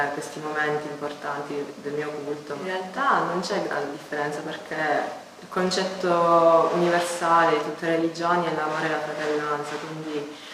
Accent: Palermo, Sicily, Italy; Sono nata e cresciuta qui a Palermo.

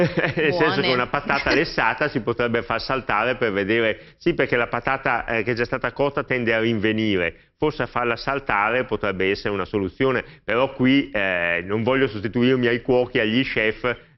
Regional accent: Brescia, Lombardy, Italy; io che sono bresciano

